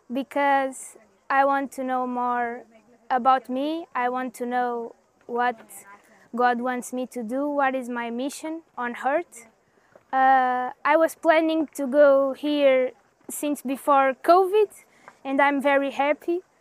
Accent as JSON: {"language": "English", "country": "Portugal", "second_language": "English", "said": "I'm from Portugal, Beja ou Admira."}